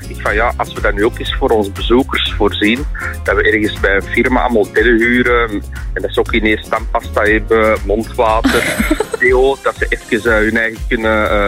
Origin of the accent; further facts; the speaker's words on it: Belgium; Het is weer zoiets typisch Amerikaans. En ik denk wij als Belgen dat we ons niet gaan laten doen.